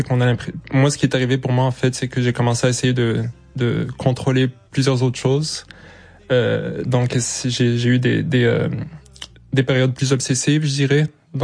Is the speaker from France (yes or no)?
no; Morocco; accès en fait à mes cultures, à mes racines, et en fait de passer par la langue, c'est d'affirmer que je suis marocain, fier de l'être, et que ça changera pas et que personne peut me l'enlever.